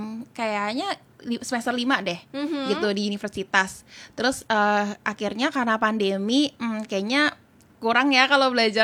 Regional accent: Tangerang, Banten, Indonesia; aku usianya tahun ini 26 tahun, dan kita, aku berasal dari BSD City, jadi gak jauh ya dari kantor Heartline.

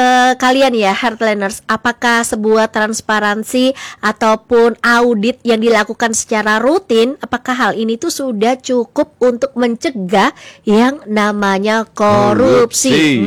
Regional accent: Surabaya, East Java, Indonesia; born there; padahal ini adalah kota kelahiran aku.

